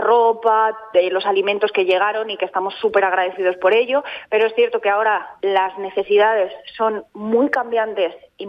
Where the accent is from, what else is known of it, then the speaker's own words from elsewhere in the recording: Pedralba, Valencian Community, Spain; llegué a Pedralba, que como te digo es mi pueblo, y te voy a contar cómo es mi realidad aquí